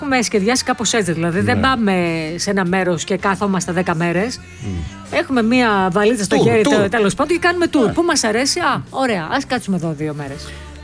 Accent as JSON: {"language": "Greek", "town": "Ioannina", "region": "Epirus", "country": "Greece", "said": "Είμαι από Γιάννενα, έτσι, η καταγωγή μου είναι από Γιάννενα."}